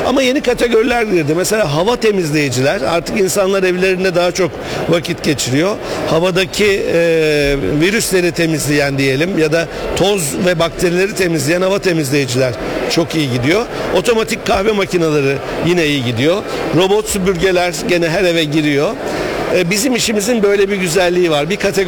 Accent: Düzce, Turkey; Düzce benim memleketim.

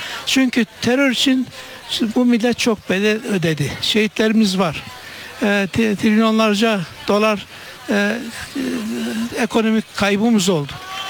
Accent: Afyonkarahisar, Turkey; Evet, memleketimde kuruldu.

